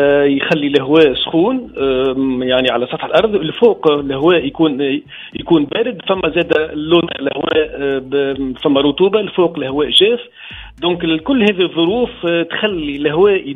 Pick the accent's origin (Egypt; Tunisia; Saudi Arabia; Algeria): Tunisia; Menzel Farsi, Monastir Governorate; من منزل فارسي مدينتي